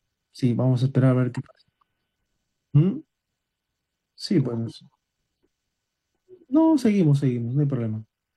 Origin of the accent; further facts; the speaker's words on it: Peru; tener un encuentro inicial con los obispos de nuestro país